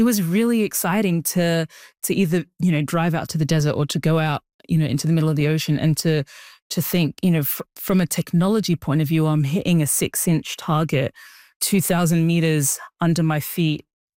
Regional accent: Australia; also born or lived in Sudan; orn in Sudan. I was raised in Australia.

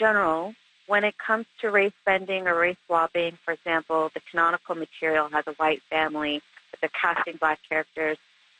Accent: Nigeria; I'm Nigerian myself.

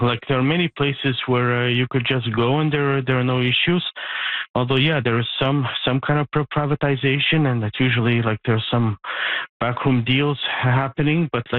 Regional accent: Trakai, Vilnius County, Lithuania; now in Canada; I'm from Lithuania. I'm from a town of Trakai, which is a town where you have lots of lakes and many of them do have public access.

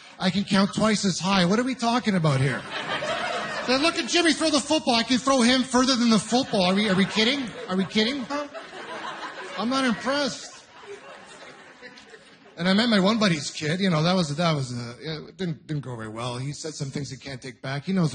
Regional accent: Ontario, Canada; I'm originally from Ontario

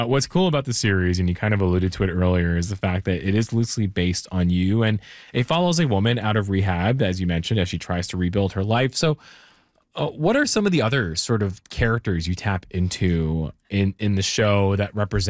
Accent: Brampton, Ontario, Canada; I'm from Brampton.

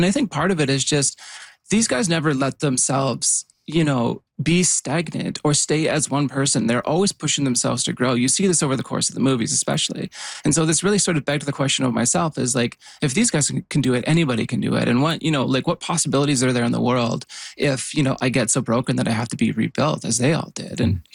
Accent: Yukon, Canada; I was a skate punk. I grew up in the Yukon.

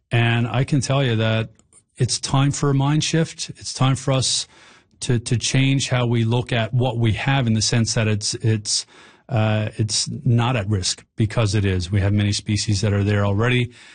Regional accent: Newfoundland and Labrador, Canada; I grew up on the Smallwood Reservoir fishing in that area and seeing just how much land was flooded

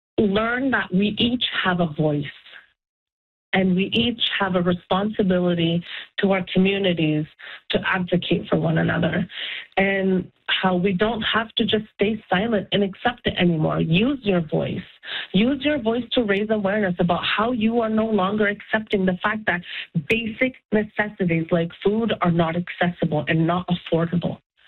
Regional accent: Iqaluit, Nunavut, Canada; This is my hometown. I'm from here

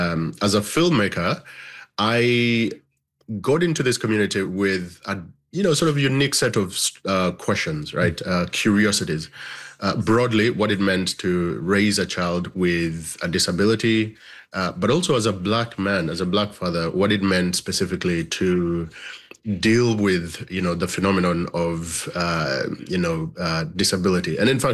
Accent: Uganda; now in Canada; So I was born and raised in Uganda. I'm a Ugandan Canadian now.

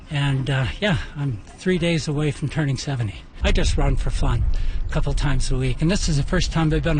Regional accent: Nelson, British Columbia, Canada; I'm from Nelson, B.C. I'm here with my wife visiting family.

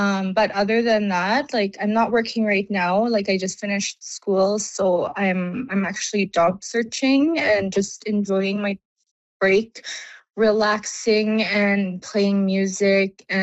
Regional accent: Fort McPherson, Northwest Territories, Canada; So I'm from Fort McPherson. It's beautiful. That's my home. I love it. My family lives there.

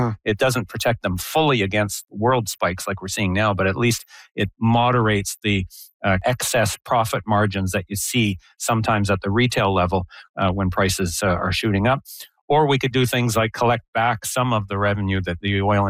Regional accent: Alberta, Canada; I was born and raised in Alberta.

